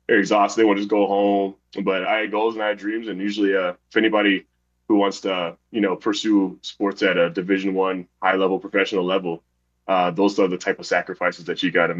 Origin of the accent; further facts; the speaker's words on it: Arvada, Colorado, United States; I'm a Colorado kid. I grew up in just outside of Denver in Arvada, Colorado. I went to Arvada West and then Ralston Valley, and then graduated in 2016